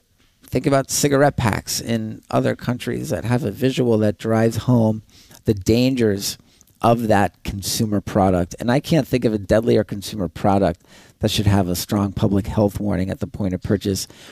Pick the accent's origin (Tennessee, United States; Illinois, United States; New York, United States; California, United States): New York, United States; Wilmington; moved away as an adult; now in New York City, United States; I was born and raised in the Adirondack Mountains.